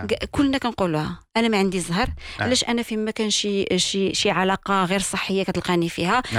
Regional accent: Morocco; حنا كمغاربة

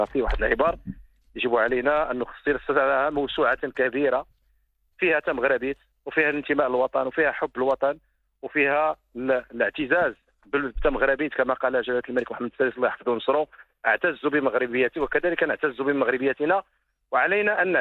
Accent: Morocco; من أجل خدمة بلدي المغرب من طنجة إلى الكويت

